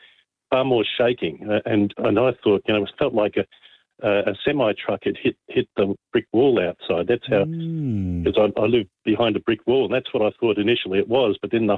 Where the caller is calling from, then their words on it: Beaconsfield, Victoria, Australia; I'm out at Beaconsfield.